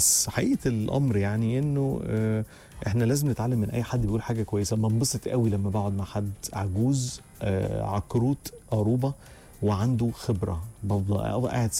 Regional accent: Egypt; احنا دايما عندنا نظرة كمصريين كده عامة

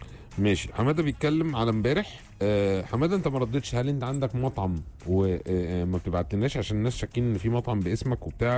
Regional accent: Egypt; انتوا تعرفوا ان لحد دلوقتي كل الناس بجميع الجنسيات اللي يعرفني اني مصري

